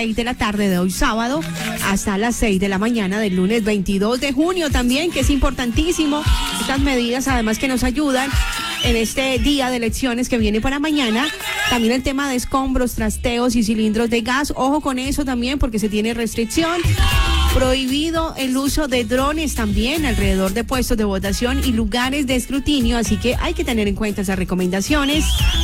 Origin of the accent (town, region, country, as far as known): Colombia